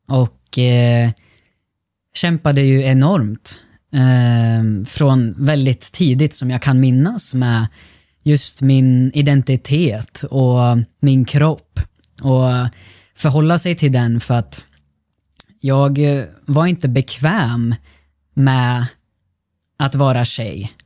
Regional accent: Russia; now in Sweden

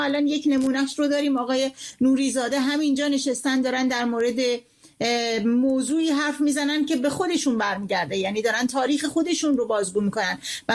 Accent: Iran; moved away; مایی که در بیرون از ایران هستیم

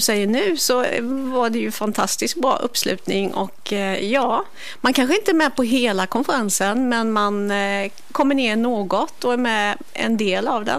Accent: Klevshult, Jönköping County, Sweden; sen jobbade jag hemma i Klevshult på familjeföretag inom hotell- och restaurangbranschen.

